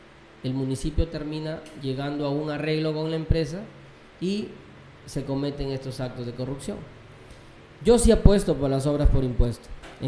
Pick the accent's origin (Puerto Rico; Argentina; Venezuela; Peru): Peru; Santana, Piura; hay mucha historia, mucha cultura en mi pueblo.